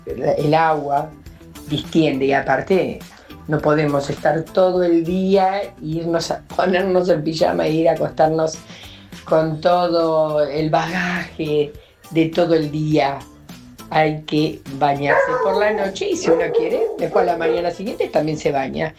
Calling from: Morón, Buenos Aires Province, Argentina

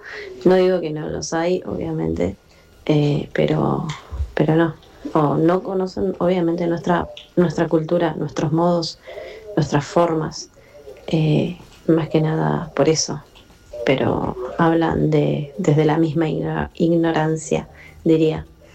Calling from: Lanús, Buenos Aires Province, Argentina; de Lanús.

